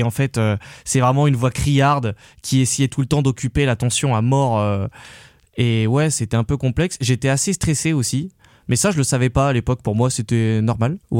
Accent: Grenoble, Auvergne-Rhône-Alpes, France; born or raised there

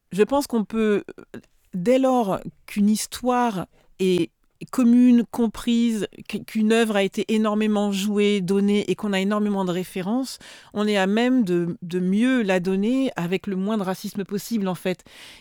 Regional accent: French Antilles, France; moi je suis originaire des Antilles françaises.

